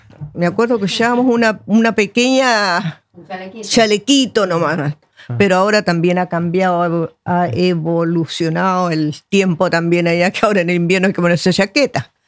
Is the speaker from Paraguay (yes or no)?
no; Tocopilla, Antofagasta, Chile; born there; moved away; El recuerdo más lindo que tengo yo de Chile, de Tocopilla, bueno, la gente, el barrio donde yo nací, aunque me vine muy joven